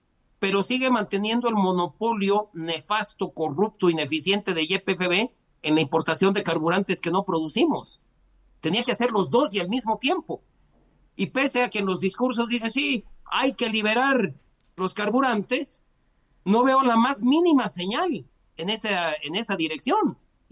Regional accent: Bolivia

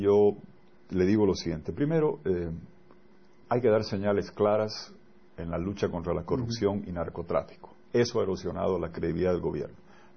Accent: Bolivia; me parece triste como boliviano

